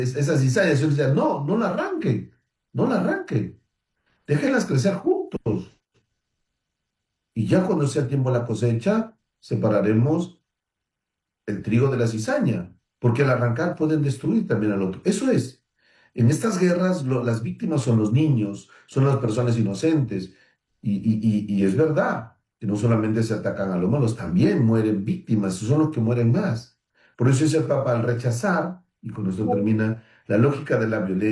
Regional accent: Tumbes, Peru; now in Lima, Peru; Yo también soy de provincia, de Tumbes, le saludo a mi mamá que está en Tumbes, y los de Lima, vivo en Lima, aunque soy de provincia

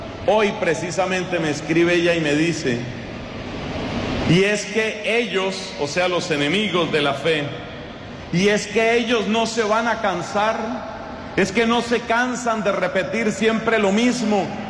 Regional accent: Colombia; En mi país, para desgracia de los colombianos

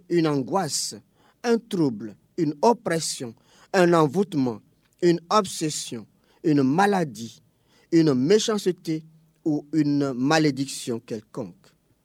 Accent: Côte d’Ivoire; chez nous en Côte d'Ivoire

